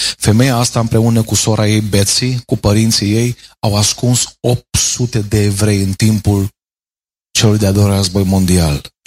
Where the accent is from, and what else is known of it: Arad, Arad County, Romania; born there